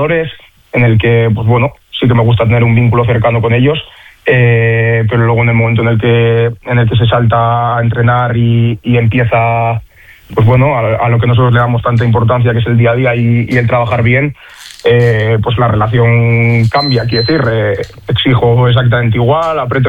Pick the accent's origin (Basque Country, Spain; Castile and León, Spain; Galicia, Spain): Basque Country, Spain; Leioa; Yo al final también soy de Leioa